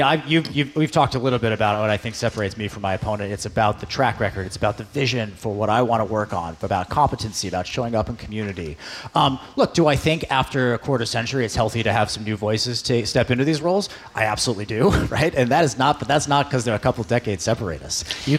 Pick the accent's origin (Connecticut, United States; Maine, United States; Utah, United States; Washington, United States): Connecticut, United States; Then we moved next door to New Canaan, Connecticut. My mom's from Brockton, Braintree, and then I grew up in Connecticut.